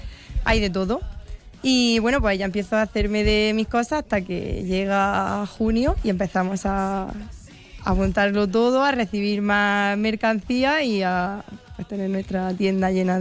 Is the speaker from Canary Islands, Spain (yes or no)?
no; Baza, Andalusia, Spain; nuestra feria de Baza